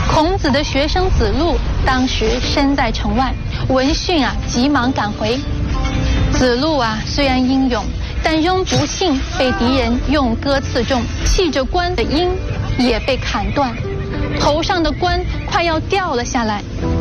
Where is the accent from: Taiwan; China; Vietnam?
China; 作为中国人啊